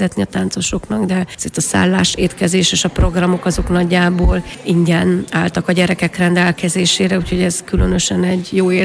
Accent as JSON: {"language": "Hungarian", "town": "Szigetcsép", "region": "Pest", "country": "Hungary", "tie": "born or raised there", "said": "hiszen Szigetcsépen, ahol én fölnőttem, ott abban a szerencsés helyzetben voltam, hogy ott párhuzamosan a szerb-horvát és a német nemzetiség is együtt élt"}